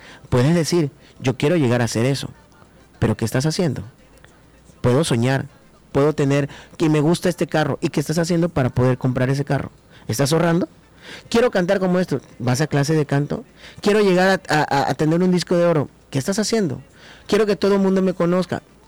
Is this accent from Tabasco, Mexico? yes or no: yes; Tabasco, Mexico; Tabasco es hermoso y amo a Tabasco, me encanta Tabasco, soy de Tabasco, me encanta el pozol, la oreja de mico, la tortilla, al mojo de ajo, me encanta todo, yo soy choco.